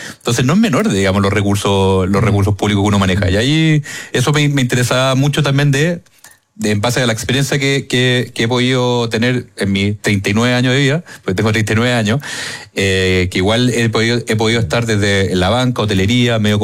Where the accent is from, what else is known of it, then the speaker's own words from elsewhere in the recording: Santiago, Santiago Metropolitan Region, Chile; yo también nací en Santiago, en la Clínica Alemana. Viví en Los Dominicos. En esa época era más parcela, así que me tocó un poco en lo que había de campo allá por la parte de Las Condes.